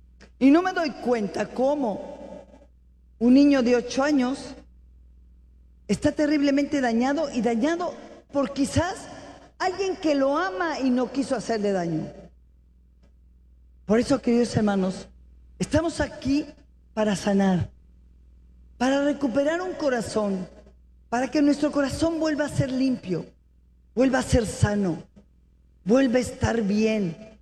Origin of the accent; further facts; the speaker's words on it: Mexico; en mi país? En mi México.